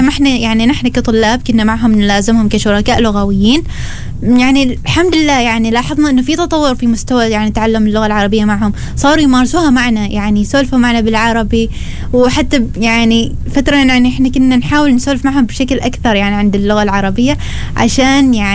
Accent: Oman; كيف نحن كعمانيين

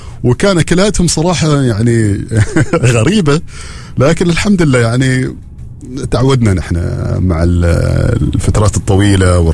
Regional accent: Oman; بلادنا سلطنة عمان

